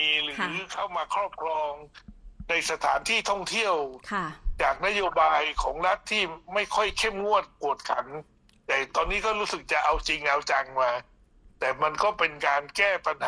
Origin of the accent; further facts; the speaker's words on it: Phuket, Thailand; ผมเป็นคนภูเก็ตเกิดที่ภูเก็ตแล้วก็เรียนมัธยม